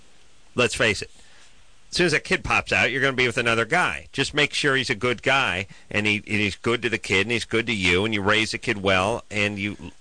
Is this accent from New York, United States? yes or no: no; Los Angeles, California, United States; My hometown, by the way.